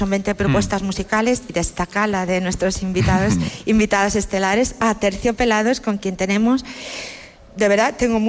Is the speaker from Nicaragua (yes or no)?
no; Santa Cruz de Tenerife, Canary Islands, Spain; Somos tenerifenses, prácticamente. Tinerfeños, tinerfeñas. Soy chicharreras.